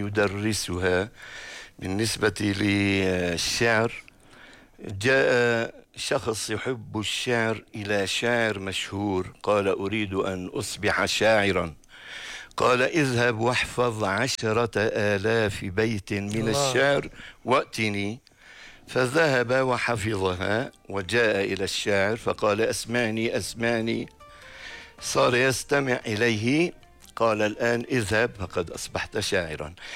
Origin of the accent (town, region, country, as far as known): Aleppo, Aleppo Governorate, Syria